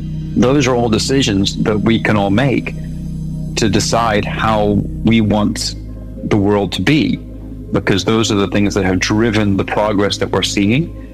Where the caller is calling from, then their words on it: Bath, South West England, United Kingdom; So I'm calling from Bath in the UK right now.